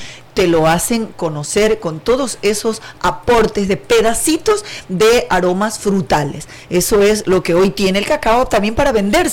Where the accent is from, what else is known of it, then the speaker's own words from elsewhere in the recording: Chone, Manabí, Ecuador; principalmente Chone, mi cantón donde yo nací